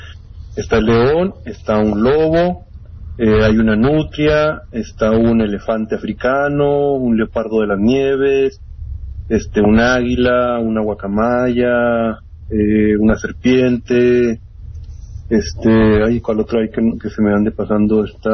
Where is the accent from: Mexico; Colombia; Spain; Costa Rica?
Mexico; Delicias, Chihuahua; born there; moved away; Yo soy nacido allá en Delicias